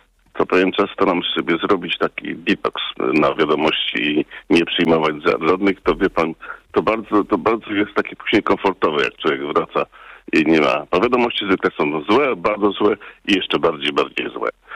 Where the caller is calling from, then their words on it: Lubusz Voivodeship, Poland; jestem potomkiem uchodźców z Wołynia, tak? My tu na ziemi lubuskiej przeżywamy Krwawą Niedzielę